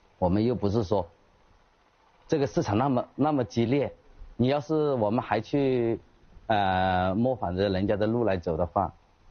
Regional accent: Hunan, China

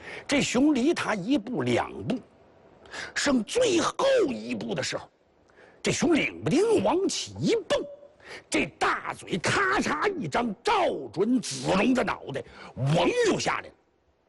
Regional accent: China; 现在我们中国人

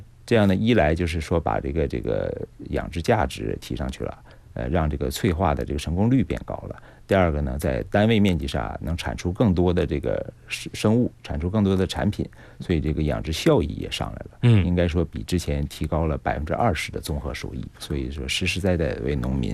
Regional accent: Guangdong, China; 大家都知道我们广东人很爱吃的一种叫脆肉罗非鱼

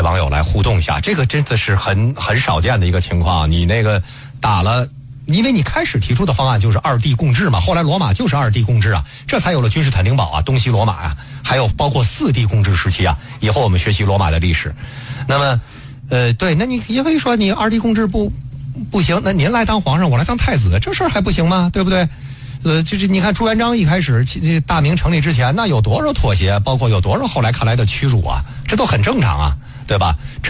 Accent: China

